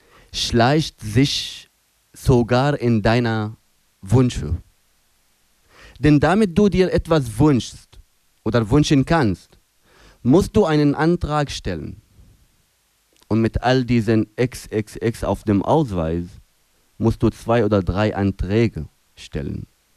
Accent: Aleppo, Aleppo Governorate, Syria; now in Berlin, Germany; Aleppo, wo ich aufgewachsen bin, und Berlin, wo ich jetzt lebe.

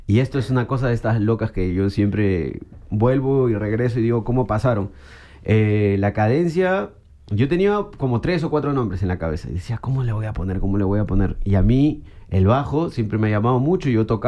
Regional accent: Lima, Peru; yo soy del Cono Norte, San Martín de Porres, y creo que es un espacio muy musical

